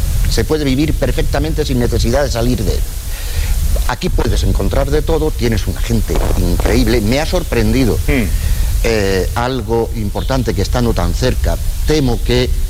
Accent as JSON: {"language": "Spanish", "town": "Jaén", "region": "Andalusia", "country": "Spain", "moved": "as an adult", "lives_now": "Torredonjimeno, Spain", "said": "Yo soy de Jaén."}